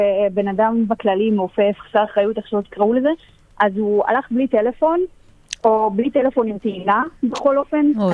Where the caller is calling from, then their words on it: Yavne, Central District, Israel; אנחנו מיבנה